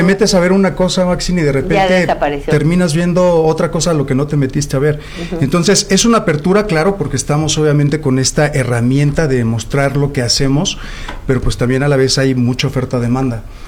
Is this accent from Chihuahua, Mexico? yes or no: no; Veracruz, Mexico; Mucha gente no piensa que soy mexicano, mucha gente sí, piensa que soy cubano.